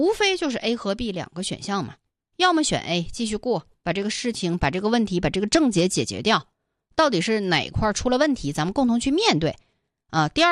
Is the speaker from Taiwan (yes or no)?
no; Northeast China, China; accent: Northeastern dialect; 跟我们东北话说就是图啥呀